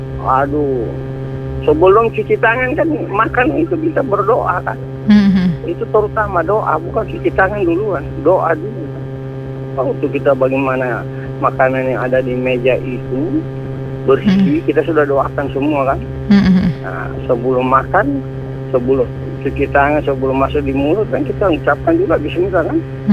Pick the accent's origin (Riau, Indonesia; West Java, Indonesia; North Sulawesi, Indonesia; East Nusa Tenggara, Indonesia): North Sulawesi, Indonesia; kalau di kampung saya bunda, di Sulawesi Utara dulu